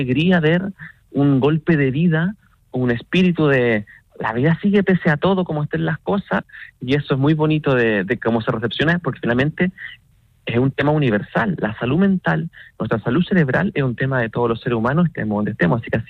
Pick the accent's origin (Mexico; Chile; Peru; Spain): Chile; moved away; Yo nací en dictadura militar.